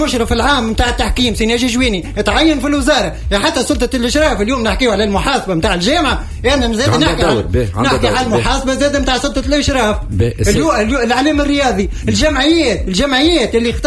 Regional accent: Tunisia; انا الحقيقه باش نحكي كتونسي

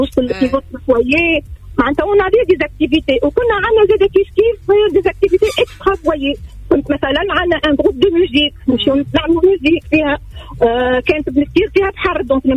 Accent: Nabeul, Nabeul Governorate, Tunisia; moved away as an adult; خاطر انا جافي 18 ans وقت اللي خرجت انا من نابل دونك كي مشيت للمسكين ما كنت صغيره

